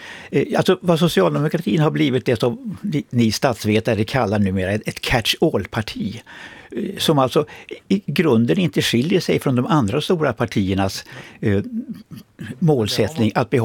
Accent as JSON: {"language": "Swedish", "town": "Kramfors", "region": "Västernorrland County", "country": "Sweden", "said": "Jag kommer själv från Kramfors i den röda Ådalen som länge har varit socialdemokratins kanske starkaste fäste."}